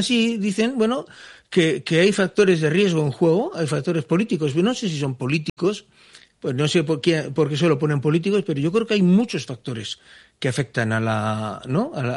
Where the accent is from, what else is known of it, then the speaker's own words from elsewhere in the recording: Barakaldo, Basque Country, Spain; con perdón, yo no, porque soy de Baracaldo, pero somos de Bilbao.